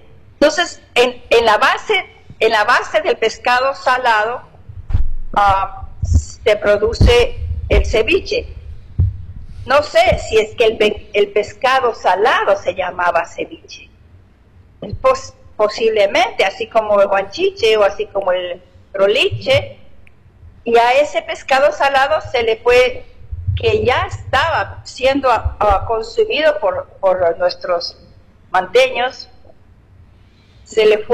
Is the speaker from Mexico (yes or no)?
no; Ecuador